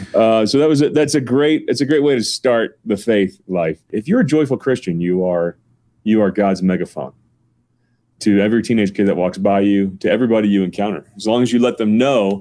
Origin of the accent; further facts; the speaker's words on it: New Jersey, United States; now in Colorado, United States; I'm from North New Jersey, about a half hour from Manhattan.